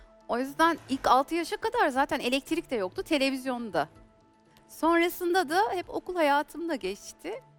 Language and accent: Turkish; Muğla, Turkey; born there; moved away; Muğla'lıyım. Muğla'nın bir köyünde büyüdüm.